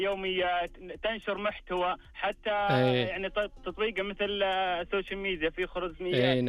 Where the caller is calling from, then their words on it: Turaif, Northern Borders, Saudi Arabia; من أهل طريف